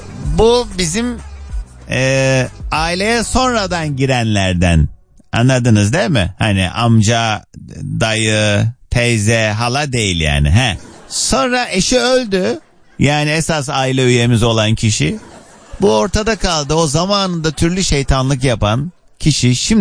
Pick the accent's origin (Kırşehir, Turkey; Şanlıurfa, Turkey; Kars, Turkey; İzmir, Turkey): Kars, Turkey; Yani ben de hani aynı yöre insanıyım, Karslıyım.